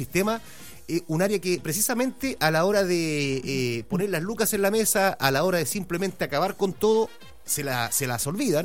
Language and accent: Spanish; Hualpén, Biobío, Chile; como, bueno, provengo ahí de Hualpén, Talcahuano, también estoy muy al tanto de todas las cosas que suceden por allá.